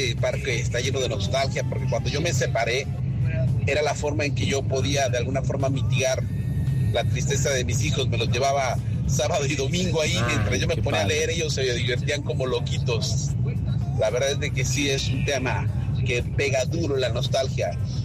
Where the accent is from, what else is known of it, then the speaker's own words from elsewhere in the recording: Guadalajara, Jalisco, Mexico; O sea, quienes somos tapatíos sabemos perfectamente de lo que hablamos.